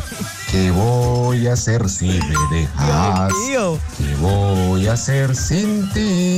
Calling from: Suba, Bogotá, Colombia; Acá reportando sintonía desde mi pueblito querido, por acá en Suba.

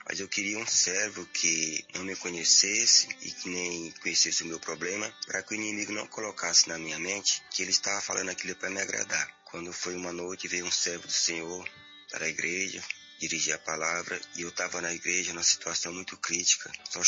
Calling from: Carapicuíba, São Paulo, Brazil; sou aqui de Carapicuíba.

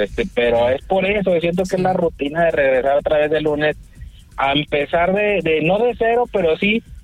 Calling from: Mexico; como mexicanos buenos que somos

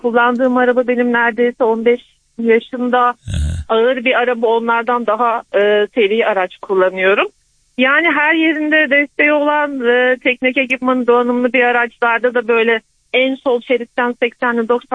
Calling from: Ankara, Turkey; Merhabalar … Ankara'dan.

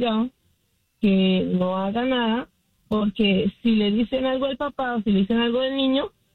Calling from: Utah, United States; bueno, estoy bien, estaba de Utah.

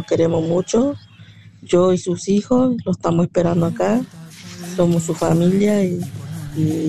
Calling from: Jujuy, Argentina

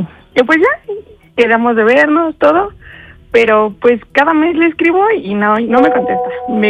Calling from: Ecatepec, State of Mexico, Mexico; Tengo 33 años y soy de Catepec.

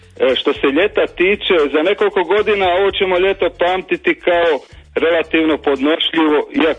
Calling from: Slavonia, Croatia; I lipanj kod nas u Slavoniji, i lipanj.

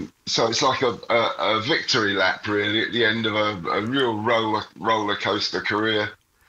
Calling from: Algarve, Portugal; I'm in the Algarve at the moment, but a couple of days ago I was in Scotland where it was pissing with rain

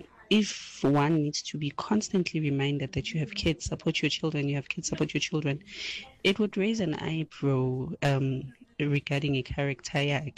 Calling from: Johannesburg, Gauteng, South Africa; We're from Ebony Park.

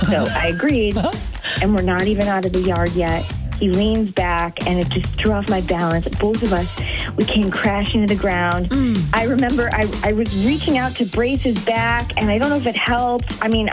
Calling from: Madison, United States; I'm from Madison.

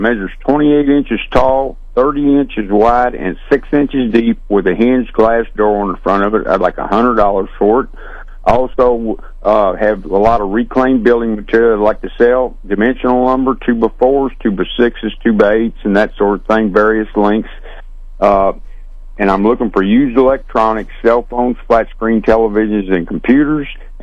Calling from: Slater, Missouri, United States; I'm calling from Slater.

